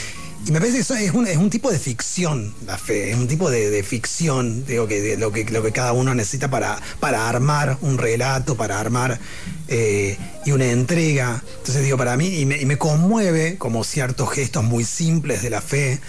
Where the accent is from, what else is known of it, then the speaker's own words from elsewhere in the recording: Córdoba, Argentina; tuve una formación de muy infancia, muy católica y de provincia, o sea, soy cordobés. Y de mucha carga religiosa y mucha creencia religiosa y mucha voracidad por la religión. Era muy devoto